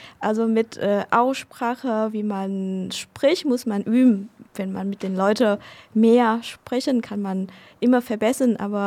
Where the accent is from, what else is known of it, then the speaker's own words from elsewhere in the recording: Hanoi, Vietnam; German is a second language; now in Germany; Ich habe angefangen in meiner Heimatstadt zu lernen.